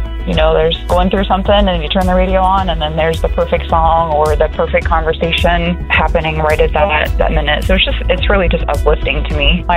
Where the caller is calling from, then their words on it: Zanesville, Ohio, United States; I am from Zanesville